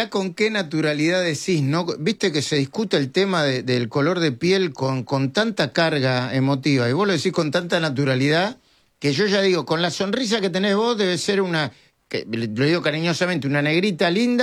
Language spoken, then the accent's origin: Spanish; Argentina; yo soy argentino, no soy turco